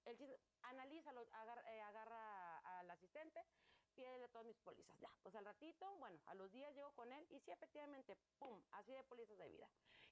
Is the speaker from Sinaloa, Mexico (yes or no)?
yes; Mazatlán, Sinaloa, Mexico; yo soy de Sinaloa, de Mazatlán.